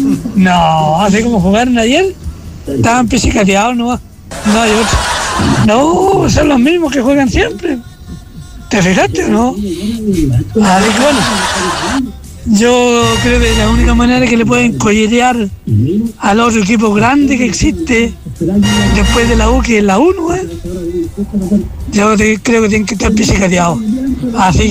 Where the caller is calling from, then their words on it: Antofagasta, Chile; Somos de Antofagasta, somos de la U